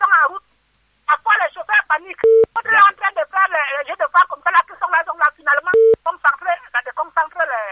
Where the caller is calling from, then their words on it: Manassa, Cameroon; Je vais bien, je suis à Manassa.